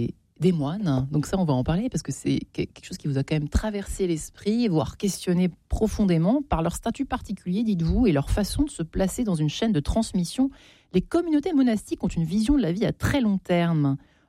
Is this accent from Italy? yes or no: no; Versailles, Île-de-France, France; Je suis la caricature parfaite du Versaillais. Je suis né, j'ai été baptisée à Versailles dans une famille catholique pratiquante. Mon père était officier